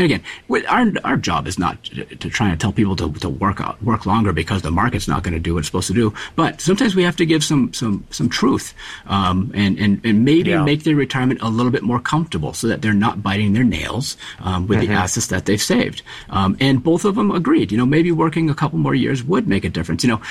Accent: Biddeford, Maine, United States; My father, I grew up in the Biddeford area, and my father was a banker for 42 years.

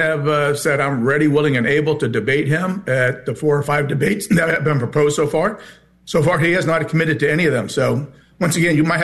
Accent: Germany; moved away; I recall when I was growing up in Germany, there were days when the Autobahns were just totally empty because of the Arab oil embargo.

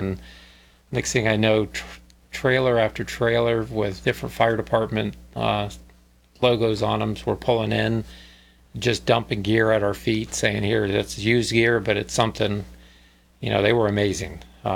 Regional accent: Florida, United States

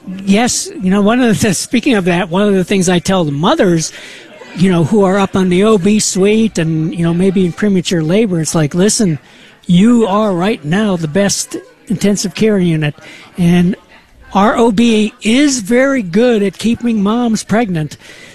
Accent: Wheeling, West Virginia, United States; also born or lived in Cleveland; And grew up in Wheeling and came to medical school here, did my residency, went down to Florida for subspecialty training

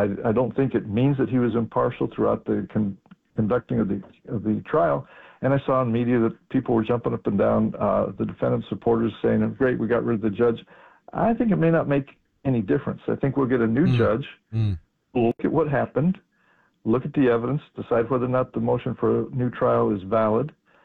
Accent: New Mexico, United States; In my home state of New Mexico

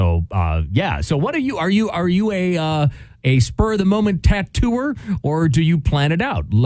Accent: Wisconsin, United States; because of course we were growing up in Wisconsin

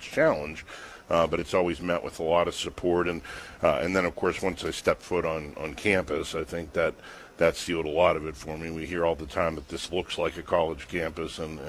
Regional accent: Weirton, West Virginia, United States; I'm from Weirton, West Virginia

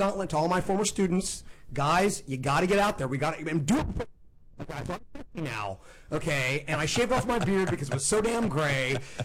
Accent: Bakersfield, California, United States; So I'm born and bred Bakersfield. Went to Franklin Elementary. Went to Emerson Junior High, went to Bakersfield High School.

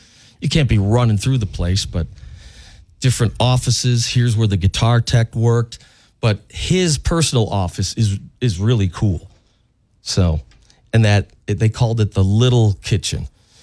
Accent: United States; we're from the Quad Cities.

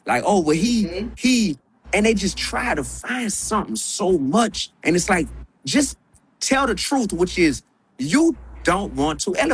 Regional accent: New Orleans, Louisiana, United States; now in Milwaukee, United States; Even though I'm from New Orleans, I'm an adopted son of Milwaukee.

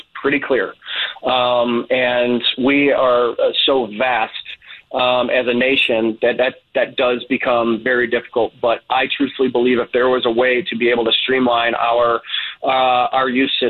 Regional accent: United States

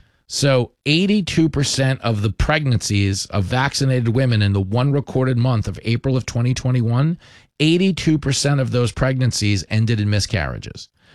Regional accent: Levittown, United States; growing up in Levittown.

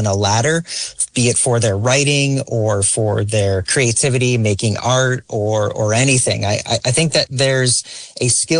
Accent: New England, United States; I'm calling in from my hometown. I live in California, but I grew up in New England.

